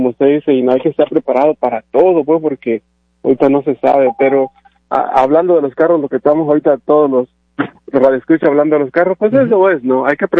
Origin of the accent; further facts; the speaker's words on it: Chiapas, Mexico; un saludo para toda la gente de Chiapas, porque soy de Chiapas.